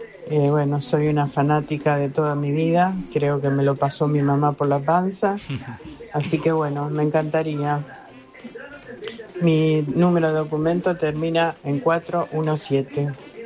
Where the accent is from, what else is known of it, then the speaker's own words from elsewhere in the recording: Valentino Alsina, Buenos Aires Province, Argentina; Estuvo acá en Valentino Alsina, yo soy de Valentino Alsina.